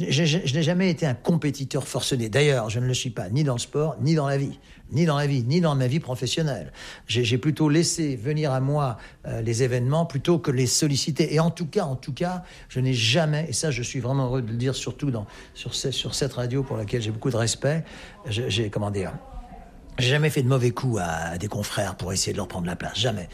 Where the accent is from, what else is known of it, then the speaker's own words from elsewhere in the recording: France; born there; Mon père était donc citoyen américain, 100% américain, ce qui est ma demi-nationalité vu que je suis né en France, de mère néerlandaise.